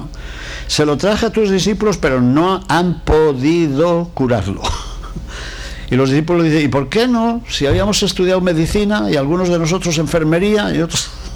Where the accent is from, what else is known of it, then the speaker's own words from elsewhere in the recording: Spain; la ciudad de Palencia, que está cerca de mi provincia, de mi tierra.